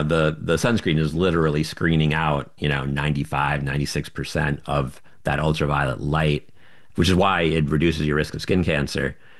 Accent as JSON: {"language": "English", "region": "Florida", "country": "United States", "tie": "born or raised there", "moved": "yes", "said": "I grew up in Florida"}